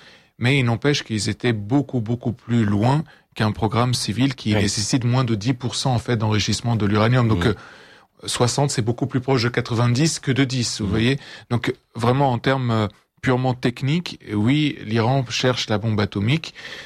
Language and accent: French; France; en tant que Français